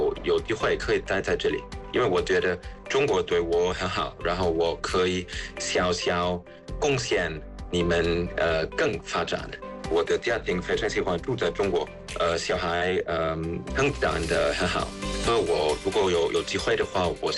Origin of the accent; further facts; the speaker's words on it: Germany; Chinese is a second language; now in China; 我们德国人喜欢带家庭带小孩去一个农民的地方农场，